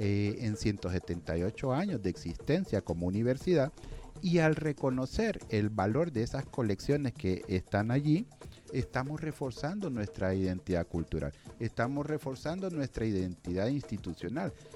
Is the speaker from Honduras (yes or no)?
yes; Honduras; como ciudadanas y ciudadanos de este hermoso país que es Honduras